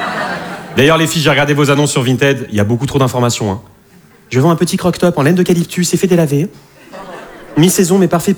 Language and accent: French; Nouvelle-Aquitaine, France; je viens du bassin d'Arcachon.